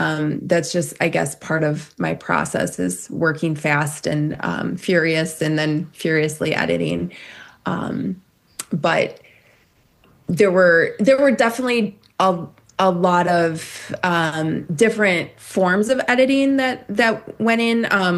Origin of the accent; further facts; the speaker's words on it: Rockford, Illinois, United States; the novel's set in Rockford, Illinois, and that is my hometown. It's where I live.